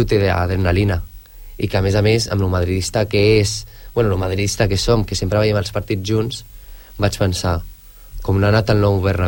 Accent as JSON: {"language": "Catalan", "town": "Sant Boi de Llobregat", "region": "Catalonia", "country": "Spain", "tie": "born or raised there", "said": "Sí, sí, jo Samboyà, vaig néixer a l'Hospital Antic, o sigui, més Samboyà que això no hi ha."}